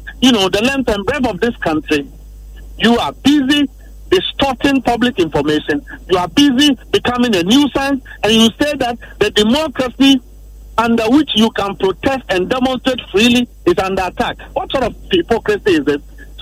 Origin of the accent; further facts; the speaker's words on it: Ghana; It doesn't reflect our culture as a Ghanaian.